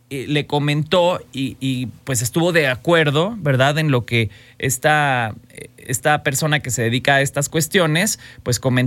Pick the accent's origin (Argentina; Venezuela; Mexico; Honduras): Mexico; Jalisco; Paisanos de Lagos. Ya ven que soy de Los Altos de Jalisco.